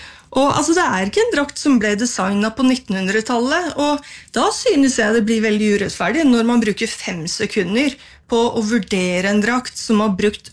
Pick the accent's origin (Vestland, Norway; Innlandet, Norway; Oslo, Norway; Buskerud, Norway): Buskerud, Norway; hjemstedet mitt, altså Øvre Hallingdal